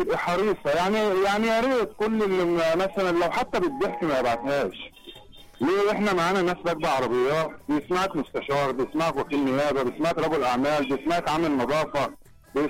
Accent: Egypt; احنا بنسمع صوتك كمصريين وكعرب

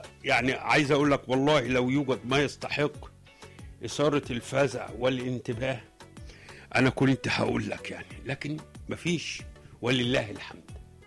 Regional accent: Egypt; سيبك ان ده ضد عقيدتنا حتى كمصريين

